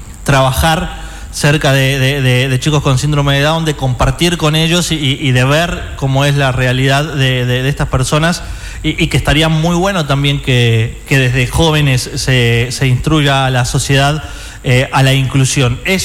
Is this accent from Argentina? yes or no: yes; Salta, Argentina; yo, que me crié en Salta, iba a un colegio que estaba a media cuadra de mi casa, es en el sur de la capital salteña, barrio intersindical.